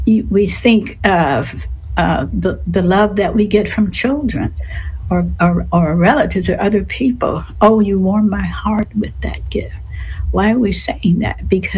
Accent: Chicago, Illinois, United States; now in California, United States; I'm in California, but I'm praying for the person that's in Boston or Chicago, my hometown.

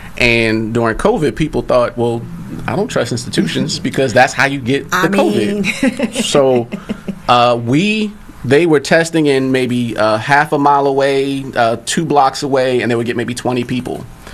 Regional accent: Philadelphia, Pennsylvania, United States; That wasn't how I was raised in Philly.

